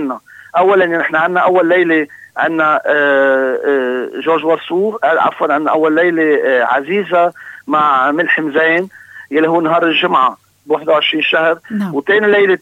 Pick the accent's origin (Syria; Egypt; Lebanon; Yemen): Lebanon